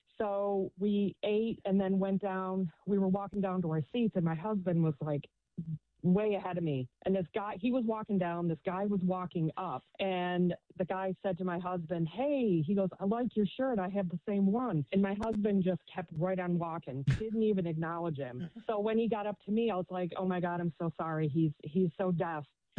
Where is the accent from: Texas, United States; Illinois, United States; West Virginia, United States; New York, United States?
New York, United States; And I said, no, I'm from Central New York.